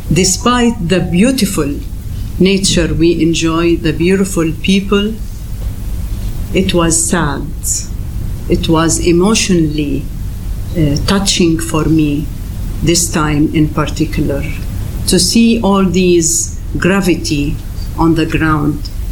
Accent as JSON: {"language": "English", "town": "Jaffa", "region": "Tel Aviv District", "country": "Israel", "said": "I originally come from Jaffa. I am a refugee from Jaffa."}